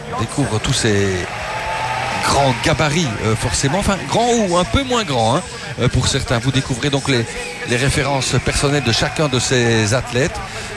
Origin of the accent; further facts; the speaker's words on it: Belgium; chez nous en Belgique